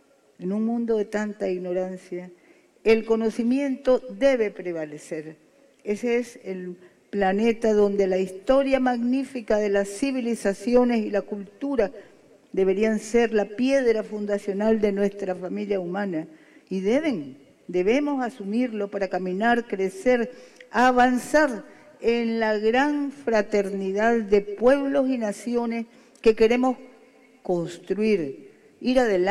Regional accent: Nicaragua; como revolucionarios, como nicaragüenses patriotas, como sandinistas

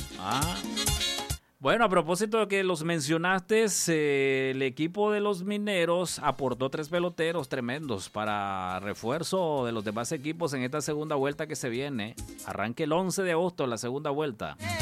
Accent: Managua, Nicaragua; born there; En primer lugar, porque yo soy de Managua, yo nací en Managua.

